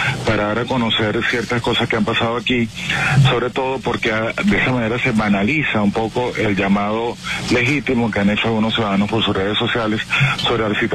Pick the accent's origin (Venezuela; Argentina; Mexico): Venezuela; los venezolanos hemos tenido